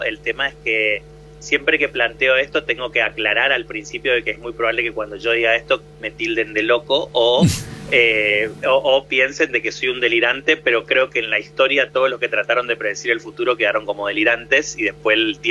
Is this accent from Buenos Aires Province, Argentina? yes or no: no; Corrientes, Argentina; now in Buenos Aires, Argentina; yo soy correntino, vivo en Buenos Aires